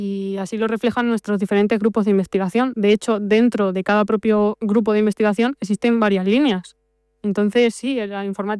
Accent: Villapalacios, Castilla-La Mancha, Spain; en las zonas rurales, que es pues, de donde yo vivo y de donde yo soy, donde yo nací y me crié.

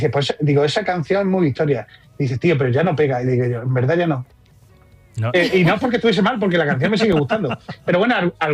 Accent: Montemolín, Extremadura, Spain; yo soy un pueblecito de al lado que se llama Montemolín.

